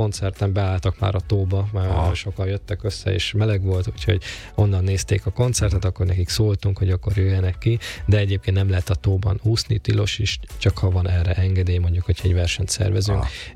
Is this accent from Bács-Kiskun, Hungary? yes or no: no; Salgótarján, Nógrád, Hungary; voltak tehetséges zenekarok a Salgó Tarjánban, én onnan származom